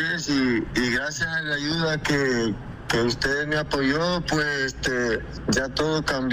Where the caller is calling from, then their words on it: San Miguel, El Salvador; soy … de San Miguel